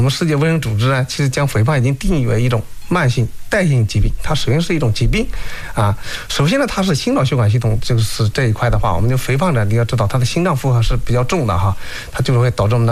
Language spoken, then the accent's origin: Chinese; China; 尤其是说亚洲男性，我们中国人哈